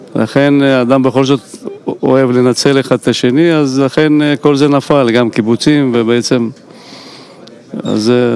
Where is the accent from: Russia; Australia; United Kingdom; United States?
Russia; Hebrew is a second language; moved away; רב מביא דוגמה יפה של רוסיה, שאני גדלתי בה.